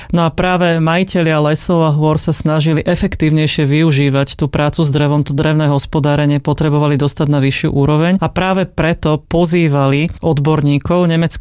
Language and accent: Slovak; Smolenice, Trnava Region, Slovakia; K téme huncokárov som sa dostala, pretože pochádzam zo Smolenic a obec Smolenice aj okolité obce sú známe tým, že tam žili potomkovia huncokárov.